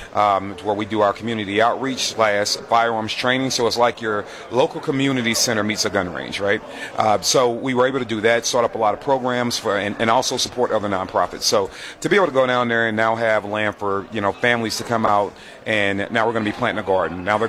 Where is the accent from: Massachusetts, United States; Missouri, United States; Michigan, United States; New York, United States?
Missouri, United States; St. Louis; now in Atlanta, United States; I'm from St. Louis, Missouri. I live in Atlanta, Georgia now. I don't claim Georgia. I love you, Georgia, but I'm a Midwest boy born and raised.